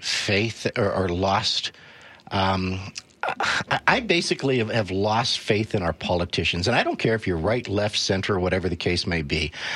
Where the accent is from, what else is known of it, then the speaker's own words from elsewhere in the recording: Alberta, Canada; as a Canadian and as an Albertan